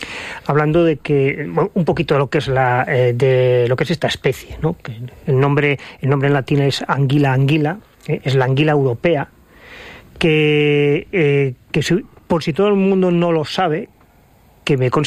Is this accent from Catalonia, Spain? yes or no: no; Gijón, Asturias, Spain; en Gijón, que es de donde soy, ¿no? En la zona de costa.